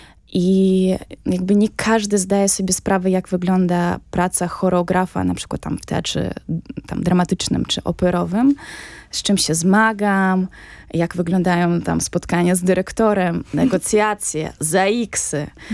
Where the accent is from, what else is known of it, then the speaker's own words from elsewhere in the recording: Ukraine; moved away; jestem z Ukrainy